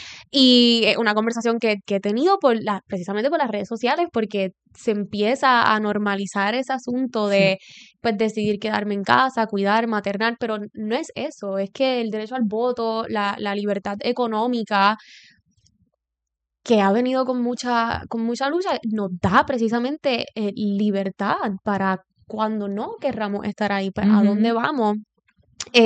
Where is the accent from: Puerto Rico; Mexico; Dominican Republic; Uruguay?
Puerto Rico